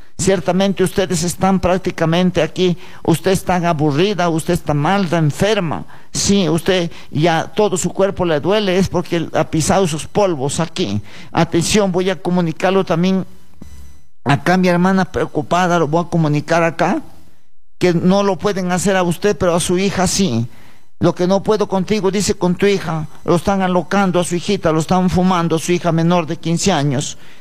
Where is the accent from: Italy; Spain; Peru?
Peru; Cachacoto, Piura; Sí, siervos, yo soy de la provincia de Huancabamba. Mi tierra se llama Cachacoto, siervos, ya, cerca de Toluce, Sondorilio.